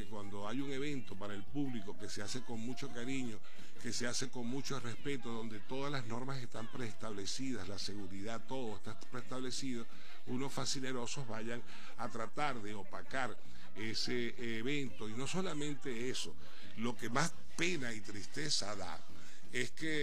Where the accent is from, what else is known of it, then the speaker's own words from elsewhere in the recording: Bolívar, Venezuela; nosotros como venezolanos, como bolivarenses